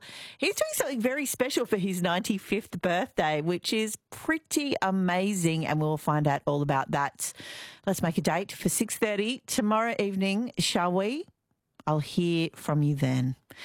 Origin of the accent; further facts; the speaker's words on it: New South Wales, Australia; Yes, I grew up in Northern New South Wales as well, but I just didn't think you would be listening to us all the way down there